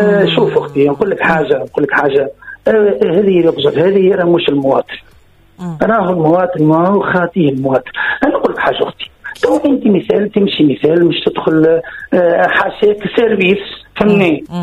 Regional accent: Nabeul, Nabeul Governorate, Tunisia; انا في نابل انا ولد نابل انا ولد نابل قبل متذكر انا صغير تراكتور نتاع بلديه بالفرش ينظف

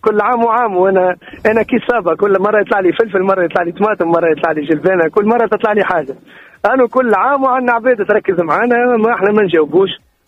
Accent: Tunisia; أنا فنان أنا فنان تونسي

